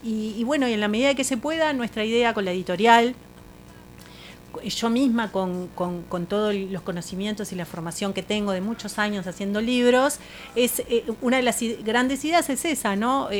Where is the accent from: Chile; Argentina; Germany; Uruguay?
Uruguay; Tacuarembó; born there; moved away; Yo soy de Tacuarembó, nací en Tacuarembó.